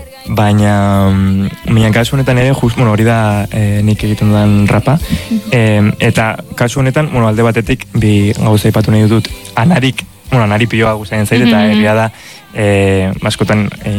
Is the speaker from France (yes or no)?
no; Pamplona, Navarre, Spain; ni Iruñekoa naiz, beti anik bizi izan naiz Iruñean